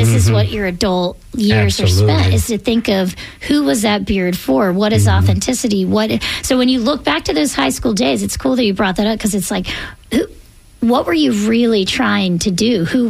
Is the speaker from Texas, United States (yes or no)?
no; Tallahassee, Florida, United States; I think it was from growing up in Tallahassee and seeing that mega FSU experience.